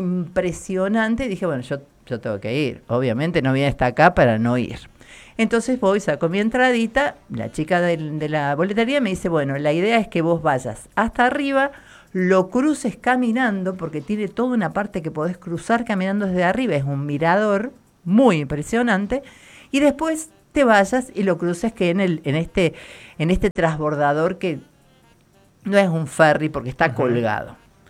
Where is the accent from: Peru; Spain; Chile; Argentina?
Argentina; Buenos Aires; now in Córdoba, Argentina; fui turista en mi ciudad natal, fui turista en Buenos Aires